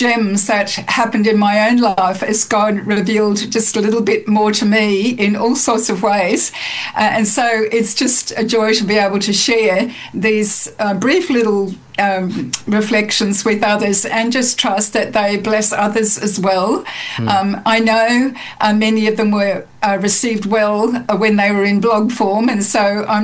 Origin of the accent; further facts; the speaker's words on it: Queensland, Australia; I grew up in Queensland here in Australia.